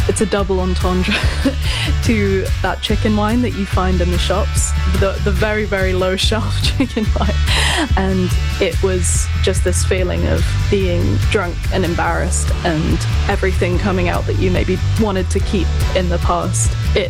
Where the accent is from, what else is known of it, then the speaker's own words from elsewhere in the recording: Haringey, London, United Kingdom; I'm a singer-songwriter from Haringey in North London.